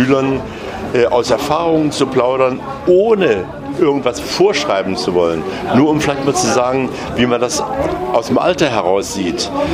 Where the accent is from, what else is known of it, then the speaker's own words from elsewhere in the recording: Dessau, Saxony-Anhalt, Germany; Naja, ich komme hier aus Dessau. Ich bin hier sogar irgendwann mal Ehrenbürger geworden.